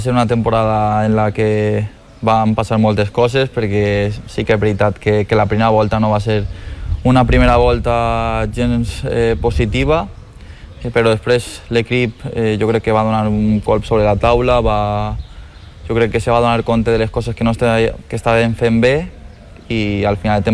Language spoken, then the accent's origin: Catalan; Valencian Community, Spain; Pues és una responsabilitat molt bonica, perquè al final estem representant a molta gent